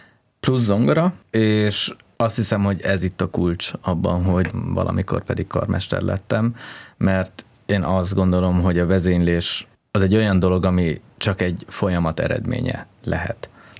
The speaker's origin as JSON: {"language": "Hungarian", "region": "Heves", "country": "Hungary", "tie": "born or raised there", "also_born_or_lived": "Ózd", "moved": "yes", "said": "Én Ózdon tényleg csak megszülettem, nagyjából egy éves koromig éltünk ott. Nekem az édesanyám ózdi, az apám pedig hevesi, és hevesen nőttem fel, és ott töltöttem a gyerekkoromat"}